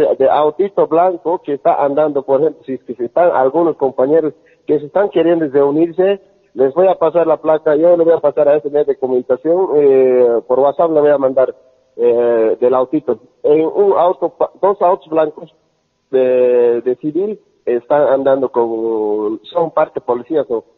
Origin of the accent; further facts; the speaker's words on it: Cochabamba, Bolivia; pero yo soy de Chapare, soy de Federación Trópico Central Eterazana.